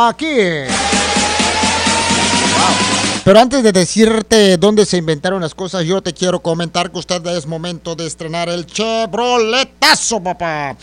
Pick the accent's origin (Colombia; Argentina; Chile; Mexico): Mexico